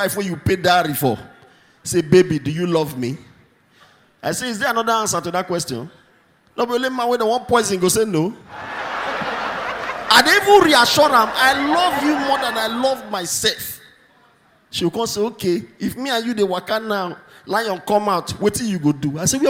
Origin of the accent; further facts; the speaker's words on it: Nigeria